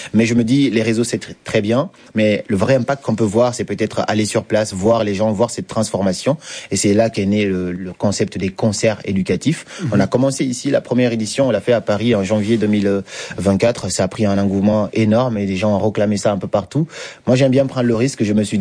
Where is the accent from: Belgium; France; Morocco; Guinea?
Guinea; born there; je me sens 100% africain, donc je me limite pas à un seul pays. Je suis originaire de la Guinée, très fier de venir de là.